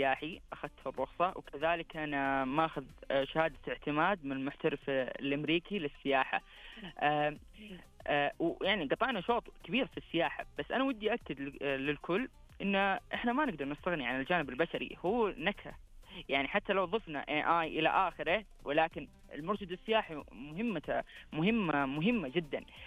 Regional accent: Saudi Arabia; على عاتقنا كجادو او كسعوديين لابد ان نساهم في هذه التنميه ونشارك العالم هذا التطور الكبير

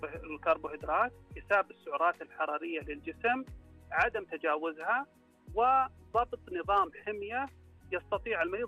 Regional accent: Saudi Arabia; عندنا في السعودية

